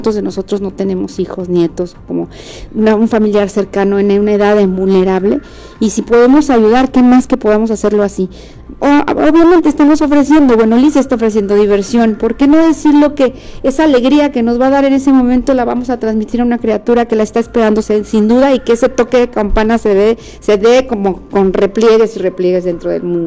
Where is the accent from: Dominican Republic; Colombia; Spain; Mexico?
Mexico; Guerrero; Esos granitos juntos dentro del pozole somos nosotros, los guerrerenses, la gente que se suma día a día